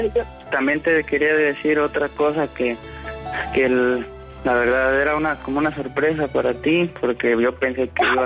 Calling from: Michoacán, Mexico; yo soy de Michoacán, mi padre es de Guanajuato, pero está ahí bien, muy cerquita, está como la frontera de Michoacán y Guanajuato.

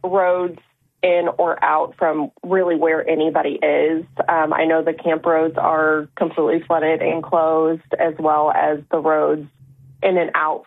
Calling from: Hillsboro, Missouri, United States; I'm removed from it. I'm in Hillsboro, Missouri.

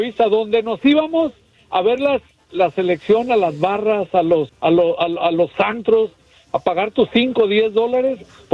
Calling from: Monterrey, Nuevo León, Mexico; Órale, pues, Regio, órale.

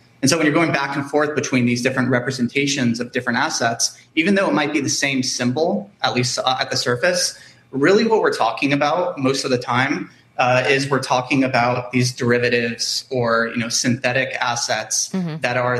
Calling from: Tokyo, Japan; Maybe I should say good evening, given I'm calling in from Tokyo.

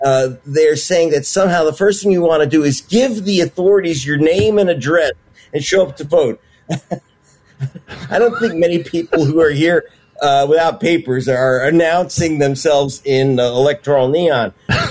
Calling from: Hollywood, California, United States; Local boy, I'm calling you from Hollywood because I'm exiled to Hollywood because I make movies

